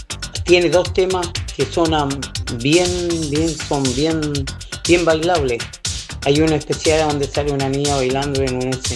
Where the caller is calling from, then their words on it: Santiago, Santiago Metropolitan Region, Chile; de acá de Cerro Navia, de la comuna de Santiago.